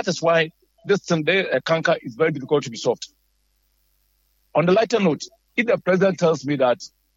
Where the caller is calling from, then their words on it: Western Region, Ghana; I'm calling from Anaji.